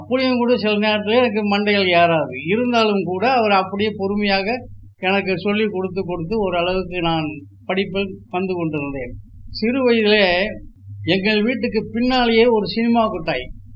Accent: Erode, Tamil Nadu, India; born or raised there

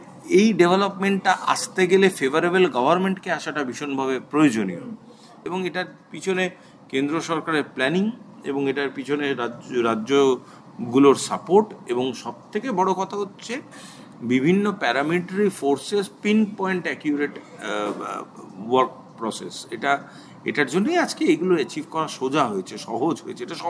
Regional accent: West Bengal, India; আমাদের পশ্চিমবাংলার মানুষজনের মতনই, তারাও ভারতীয়, আমরাও ভারতীয়।

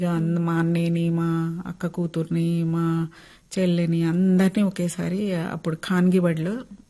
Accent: Bhallunayak Thanda, Telangana, India; నల్గొండ జిల్లా మిర్యాలగూడ దగ్గర భల్లునాయక్ తండా. మిర్యాలగూడకి ఒక 10-12 కిలోమీటర్స్ దూరంలో ఉంటుంది. ఆ తండాలో పుట్టి పెరిగాను నేను.

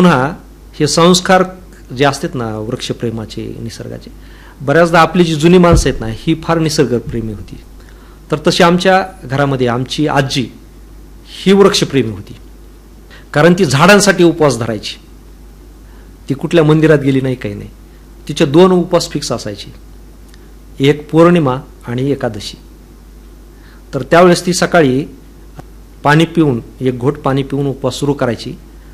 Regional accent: Beed, Maharashtra, India; दुसरीपर्यंत गावात शाळेत होतो आणि तिसरीला मी बीडमध्ये संस्कार विद्यालयात शिकायला आलो.

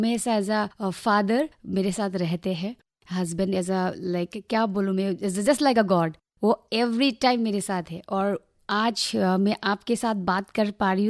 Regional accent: Haflong, Assam, India; मैं हाफलोंग की रहने वाली हूँ।

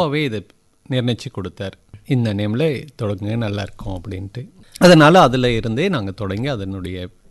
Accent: Tamil Nadu, India; now in Dharmapuri, India; ஜருகன் ஒரு சின்ன கிராமத்திலிருந்து வந்திருக்கோம்.

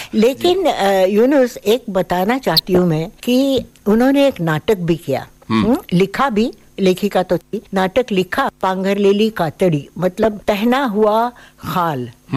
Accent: Pune, Maharashtra, India; also born or lived in Lucknow; हाँ, पुणे आ गई और नाना के पास, मतलब अपने पिता के पास, मेरे नाना अप्पा हम कहते थे। और तब से मैं उनकी छत्र छाया में पली बड़ी।

